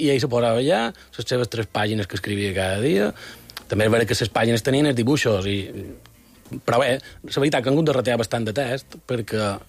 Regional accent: Campanet, Balearic Islands, Spain; jo som de Campanet.

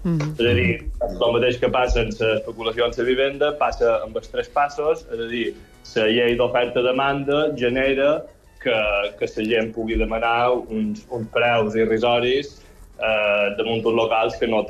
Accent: Montuïri, Balearic Islands, Spain

